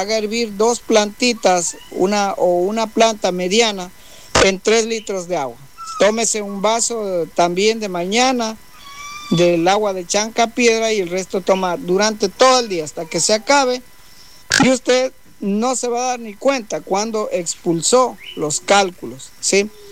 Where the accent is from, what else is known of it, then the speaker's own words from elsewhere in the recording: Shushufindi, Sucumbíos, Ecuador; soy de Chuchufindi, en el sector de General Farfán, una parroquia que ya esto es frontera con Colombia.